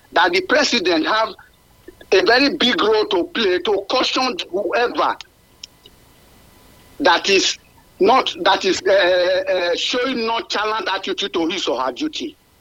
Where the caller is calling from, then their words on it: Urora, Edo, Nigeria; I'm calling from Urora.